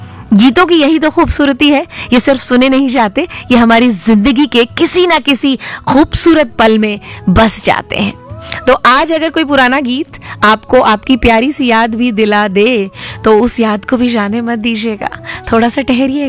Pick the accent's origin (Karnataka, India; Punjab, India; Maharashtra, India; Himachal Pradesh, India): Maharashtra, India; Kilometre की दूरी पर है वो पंढरपुर मेरे गांव से।